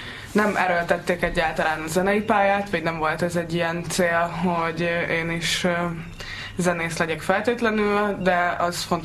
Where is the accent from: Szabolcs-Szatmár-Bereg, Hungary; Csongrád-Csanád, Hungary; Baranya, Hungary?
Baranya, Hungary; Bóly; moved away as an adult; also born or lived in Pécs; Hát én baranyai vagyok, Bolyból származom, ez Pécs és Mohács között egy 4000 fős város